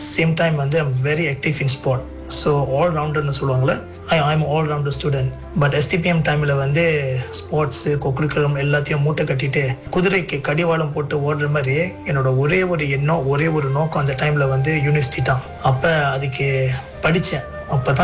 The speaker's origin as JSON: {"language": "Tamil", "town": "Seberang Jaya", "region": "Penang", "country": "Malaysia", "tie": "born or raised there", "said": "பிறந்தது வளர்ந்தது எல்லாமே சிபராங் ஜயா பிராய் பினாங் என்ற இடத்துல தான்."}